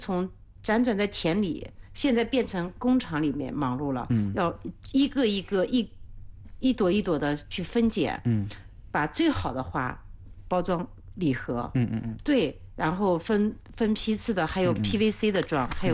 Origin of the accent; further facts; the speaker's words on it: Guzhen, Anhui, China; 因为我也是土生土长的固镇人，也是农民的孩子，我父亲是老师